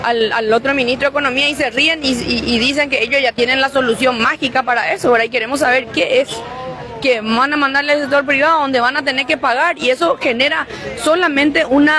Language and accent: Spanish; Paraguay; Nosotros como paraguayos